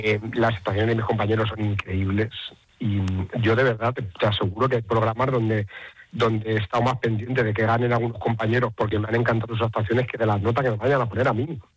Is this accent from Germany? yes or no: no; Cuenca, Castilla-La Mancha, Spain; also born or lived in Albacete; yo soy de Cuenca, pero también me considero un poco de Albacete.